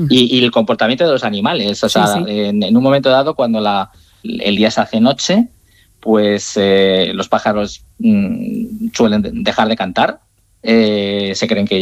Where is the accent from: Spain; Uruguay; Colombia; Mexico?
Spain; Turmiel, Castilla-La Mancha; Bueno, yo en mi pueblo, como te decía antes, en Turmiel, Guadalajara